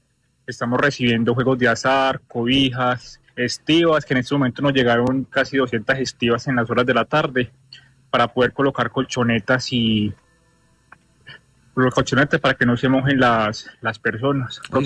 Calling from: Pereira, Risaralda, Colombia; que somos una hermandad pereirana

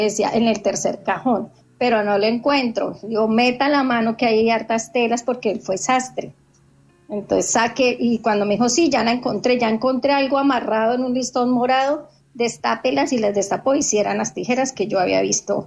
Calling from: Villavicencio, Meta, Colombia; yo soy de aquí de Villavicencio

